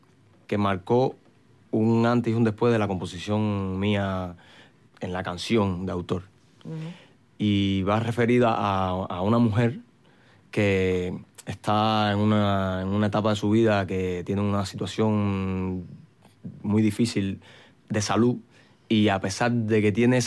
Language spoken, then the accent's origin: Spanish; Cuba; moved away as an adult; now in Spain; Yo sé que cuando yo canto … ya se sabe de dónde vengo y de dónde soy.